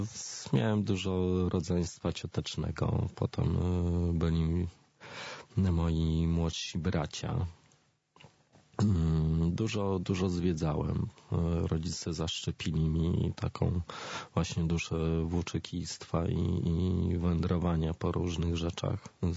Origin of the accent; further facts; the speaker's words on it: Masovian Voivodeship, Poland; ponieważ pochodzę spod Warszawy, także tam za bardzo jakichś takich większych atrakcji nie było.